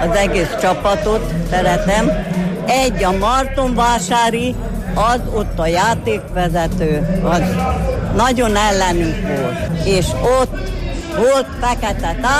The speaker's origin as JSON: {"language": "Hungarian", "country": "Hungary", "said": "Magyarok vagyunk. Itt nincs itt idegen."}